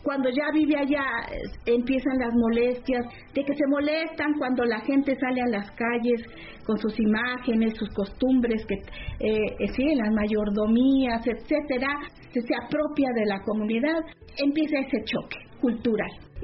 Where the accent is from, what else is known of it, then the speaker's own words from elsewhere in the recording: Cuautlancingo, Puebla, Mexico; Cuautlancingo, yo soy de Cuautlancingo.